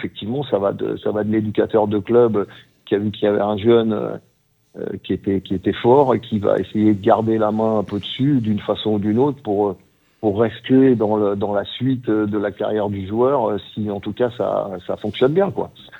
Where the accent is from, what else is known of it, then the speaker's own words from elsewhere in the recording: Île-de-France, France; je connais très bien le Val-d'Oise, puisque je suis originaire moi-même du Val-d'Oise. Donc, j'ai joué dans les clubs de la région, Cosmo de Taverny, Saint-Prix, Hermonde